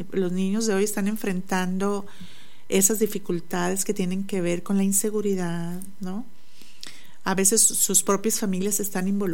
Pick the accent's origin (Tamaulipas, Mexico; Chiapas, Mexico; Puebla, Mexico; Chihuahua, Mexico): Tamaulipas, Mexico; Nuevo Laredo; now in Río Bravo, Mexico; soy oriunda de Nuevo Laredo